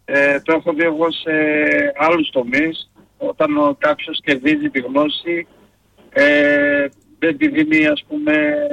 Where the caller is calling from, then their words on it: Germany; και εδώ πέρα στη Γερμανία μου το έχουν πει.